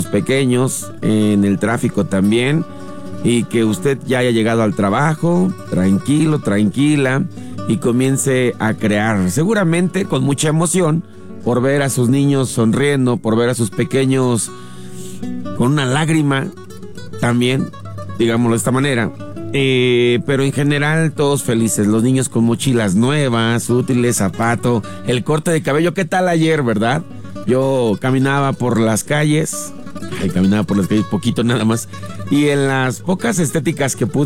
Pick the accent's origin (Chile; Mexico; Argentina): Mexico